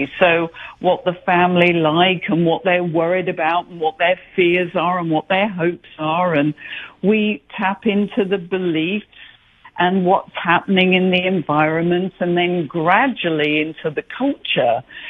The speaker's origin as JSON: {"language": "English", "region": "England", "country": "United Kingdom", "tie": "born or raised there", "said": "So when I was growing up in England"}